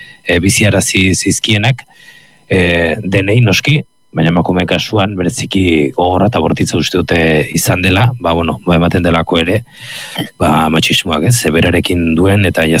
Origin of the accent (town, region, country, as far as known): Basque Country, Spain; born or raised there